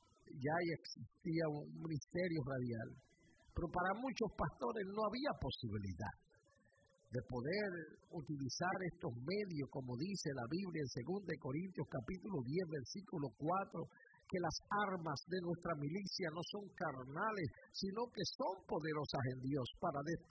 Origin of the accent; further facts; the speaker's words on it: Puerto Rico; moved away as an adult; now in New York, United States; cuando vine de Puerto Rico para acá, tenía 17, 18 años